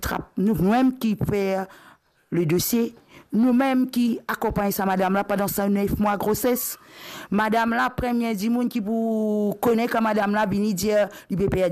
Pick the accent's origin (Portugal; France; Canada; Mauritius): Mauritius; Rodrigues